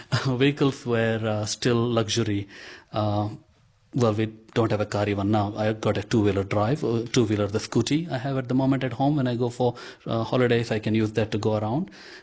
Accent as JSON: {"language": "English", "country": "India", "first_language": "Konkani", "second_language": "English", "said": "So first song I picked up is called … That's my mother tongue."}